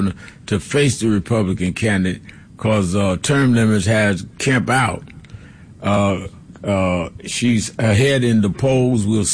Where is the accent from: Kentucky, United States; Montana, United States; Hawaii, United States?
Kentucky, United States; And I'm a Southerner, Southern white from Kentucky.